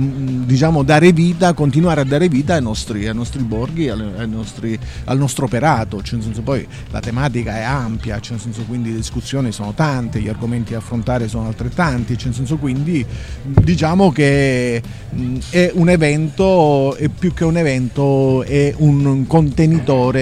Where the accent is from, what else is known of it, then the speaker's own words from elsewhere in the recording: Belvedere Marittimo, Calabria, Italy; Io sono di Belvedere Marittimo.